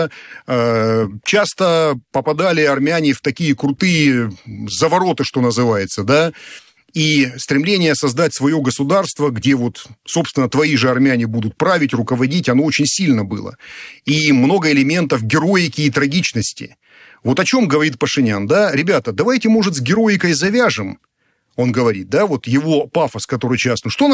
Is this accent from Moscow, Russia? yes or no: no; Rostov-on-Don, Rostov Oblast, Russia; Я сам ростовчанин. Я родился в Ростове-на-Дону.